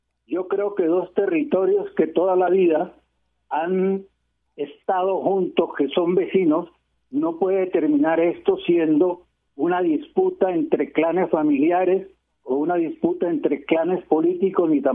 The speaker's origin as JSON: {"language": "Spanish", "town": "Puerto Colombia", "region": "Atlántico", "country": "Colombia", "tie": "born or raised there", "also_born_or_lived": "Barranquilla", "said": "Nací en Barranquilla, hospital de Barranquilla, y mi primera infancia o nuestra primera infancia de los 3 hermanos mayores la vivimos en Puerto Colombia"}